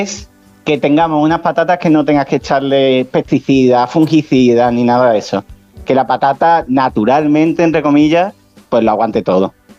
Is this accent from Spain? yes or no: yes; Seville, Andalusia, Spain; now in Buenos Aires, Argentina; Yo soy de Sevilla.